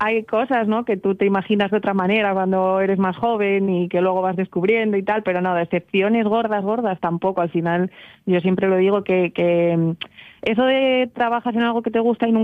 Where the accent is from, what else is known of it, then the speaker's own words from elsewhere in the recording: Asturias, Spain; vengo de Asturias y yo quiero ser periodista deportiva de ciclismo en Eurosport.